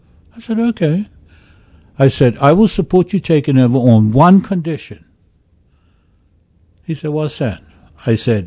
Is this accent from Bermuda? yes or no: yes; Somerset, Sandys Parish, Bermuda; They're from Somerset, I'm from Somerset, and so the families are connected.